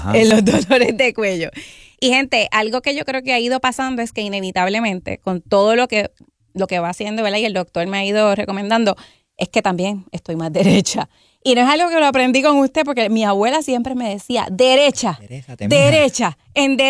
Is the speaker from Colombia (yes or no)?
no; Morovis, Puerto Rico; soy de Morovis, hija de Wilmer y Ruti.